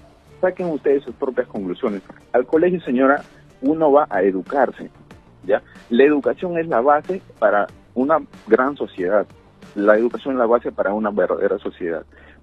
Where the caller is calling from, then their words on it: Peru; Yo defiendo mis principios como peruano